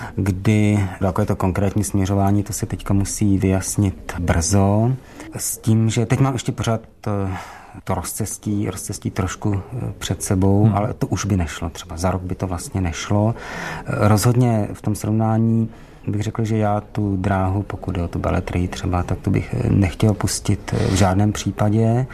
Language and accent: Czech; Nové Město nad Metují, Hradec Králové Region, Czechia; No, já jsem z Nového Města nad Metují, tak to je tam v tom centru. To Náchodsko, Hronov, všechno tohleto, tam Čapkové.